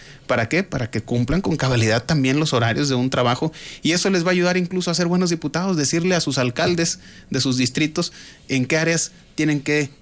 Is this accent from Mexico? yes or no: yes; Saltillo, Coahuila, Mexico; yo soy de Lomas de Lourdes, ahí nací, ahí crecí